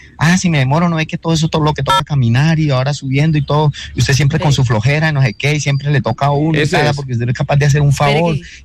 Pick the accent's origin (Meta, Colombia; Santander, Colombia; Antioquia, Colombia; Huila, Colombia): Santander, Colombia; Bucaramanga; Bucaramanga.